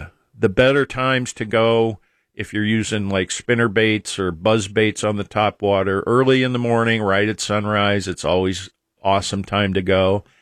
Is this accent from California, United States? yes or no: no; Akron, Ohio, United States; born there; I was born in Akron, just like the first rubber worm.